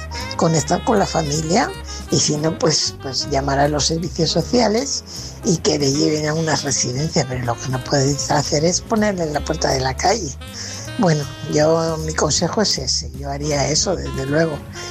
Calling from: Fuenlabrada, Community of Madrid, Spain; Hola, buenas noches, Álvaro … corresponsal de Fuenlabrada.

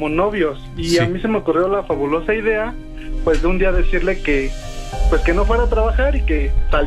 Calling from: Chimalhuacán, State of Mexico, Mexico; de Chimalhuacán.

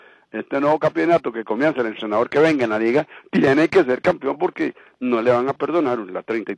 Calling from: San Isidro de El General, San José, Costa Rica; No, yo soy, no, de San Isidro General, allá por donde llaman el Bajo, el Guavo, San Juan de Dios. Ahí casi más cerquita.

